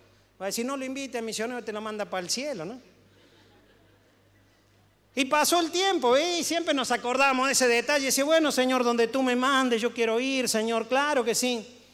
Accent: Córdoba, Argentina; como buen cordobés cara dura

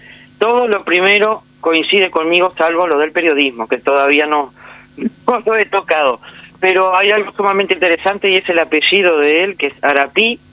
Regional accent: Melo, Cerro Largo, Uruguay; now in Montevideo, Uruguay; yo me vine o salí de Melo en el año 1998 para Montevideo, para estudiar, ¿no?

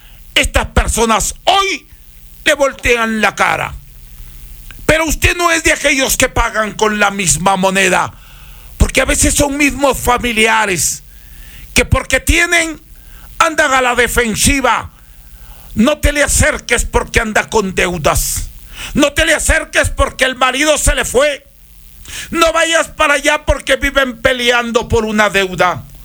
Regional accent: Huancabamba, Piura, Peru; moved away; Esto lo traigo desde mi tierra natal, Huancabamba, Perú.

